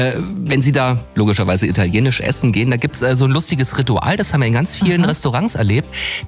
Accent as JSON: {"language": "German", "town": "Oberhof", "region": "Thuringia", "country": "Germany", "said": "Auf Stempeltour in meiner Heimatregion in Oberhof."}